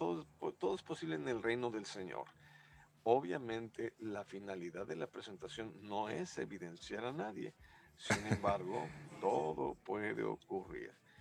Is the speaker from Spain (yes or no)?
no; Guadalajara, Jalisco, Mexico; born there; also born or lived in Santiago, Chile; Yo soy originario de Santiago de Chile, pero toda la vida he vivido en México, en Guadalajara.